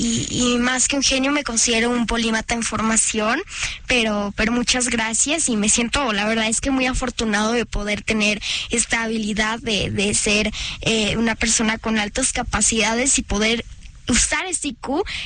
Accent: Querétaro, Mexico; De Querétaro, yo soy de Querétaro.

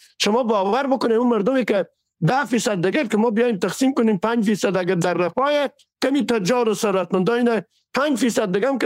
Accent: Herat, Afghanistan; ما به عنوان یک آدم بومی هرات که از پدر خود گفتم که ما بومی هراتی هستیم

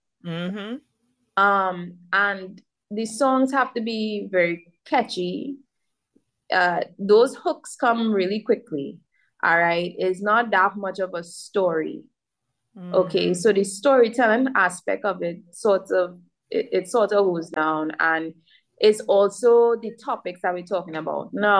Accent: Trinidad & Tobago; growing up in the Caribbean and growing up in Trinidad and Tobago

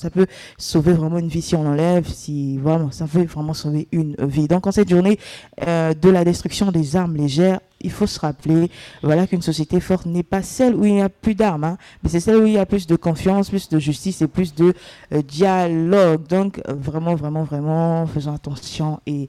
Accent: Gabon; chez nous au Gabon

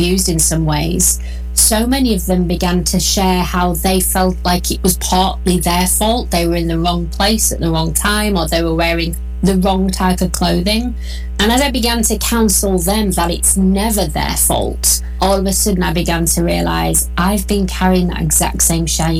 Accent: England, United Kingdom; I'm from England, we don't get much sunshine.

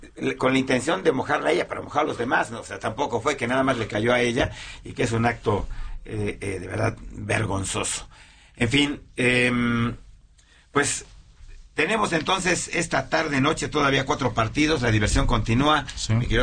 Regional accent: Mexico; Nos avergüenza a todos como mexicanos

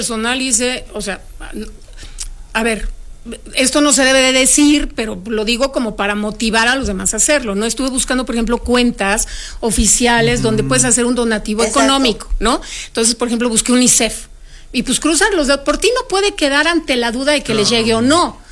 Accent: Mexico; a mí como mexicana me llena de orgullo

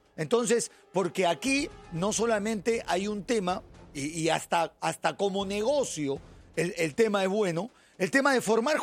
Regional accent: Argentina; que los argentinos ahora van allí, viste, venimos de ser campeones, somos subcampeones.

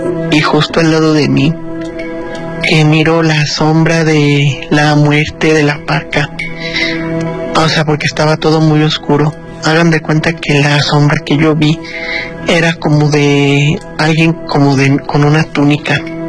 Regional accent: San Francisco del Rincón, Guanajuato, Mexico; de San Francisco del Rincón, Guanajuato.

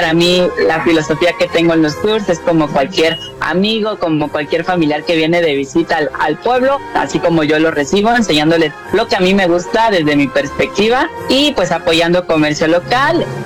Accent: Oaxaca, Mexico; Yo tengo una experiencia, yo soy de la Mixteca.

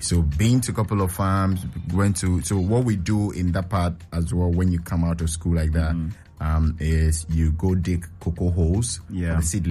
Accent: Dodoma, Tanzania; So yeah, I grew up in Dodoma from the KJB district

